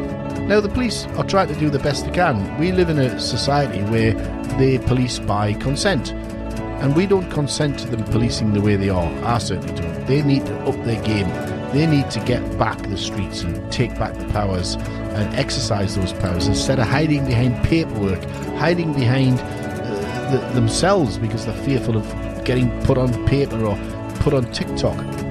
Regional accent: South Shields, North East England, United Kingdom; South Shields, where my hometown

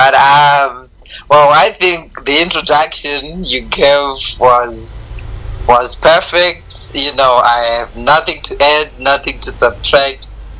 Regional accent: Harare, Zimbabwe; also born or lived in Norton, Zimbabwe; I was in Harare, where I grew up. Basically, most of my life, I saved it in a neighborhood called Budiriro.

